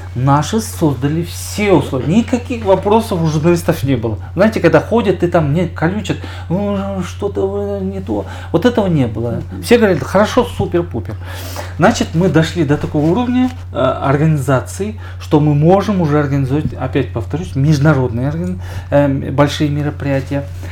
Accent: Kyrgyzstan

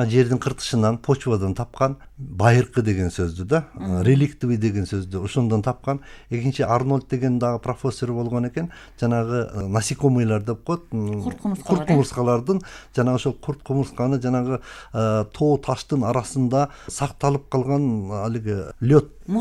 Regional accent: Arslanbob, Jalal-Abad Region, Kyrgyzstan; мен өзүм туулуп өскөн жерим Арсланбаб токой чарбасы болгондон кийин жаңакка дагы өптөн кызыгып калгам да.

